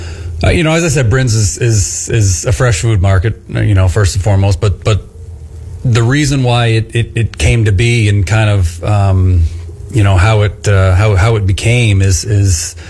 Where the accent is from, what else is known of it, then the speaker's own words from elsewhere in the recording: Cobourg, Ontario, Canada; now in Port Hope, Canada; it's my hometown